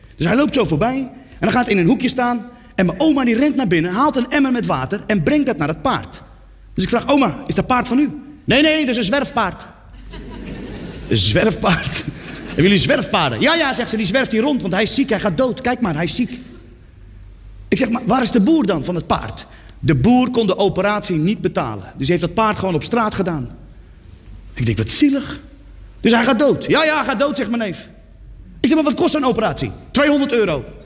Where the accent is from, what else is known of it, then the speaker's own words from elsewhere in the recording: Netherlands; ik kom uit Nederland, daar heb je geen zwerfpaarden.